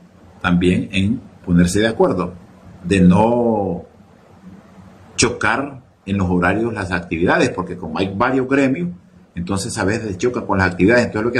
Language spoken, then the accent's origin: Spanish; Sulaco, Yoro, Honduras; y lo digo yo que soy de Sulaco, lo digo yo que he vivido esas experiencias.